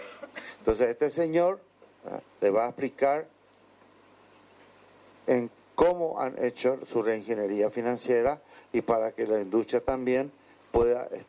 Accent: Paraguay; mi agradecimiento como paraguayo a este señor

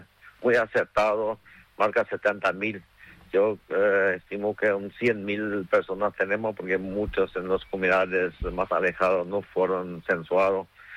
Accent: Paraguay

